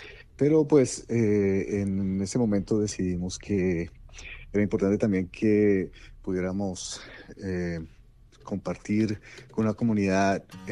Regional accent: Colombia; now in New England, United States; música de mi tierra, Colombia, pero también pues de los sitios donde he vivido

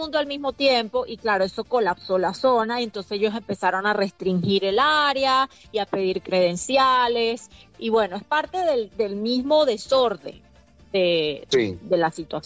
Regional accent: Caracas, Capital District, Venezuela; now in Boston area, United States; Yo crecí en Caracas y La Guaira, que fue la zona más afectada, es un lugar donde los caraqueños vamos para un día de playa

